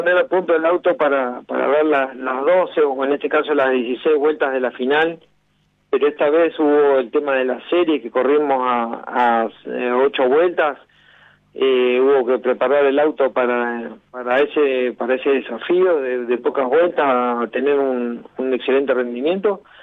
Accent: Argentina; Realmente, como argentino, uno se siente muy orgulloso

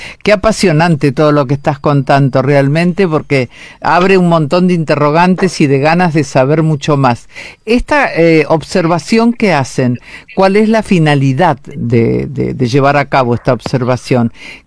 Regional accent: General Roca, Río Negro, Argentina; todos saben que soy de General Roca, de Río Negro

